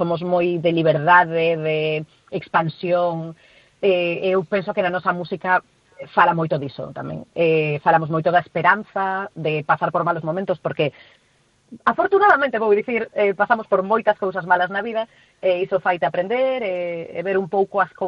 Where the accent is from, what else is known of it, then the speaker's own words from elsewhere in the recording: Galicia, Spain; A xente que somos daqui de Galicia sabemos que esos son para ser galegos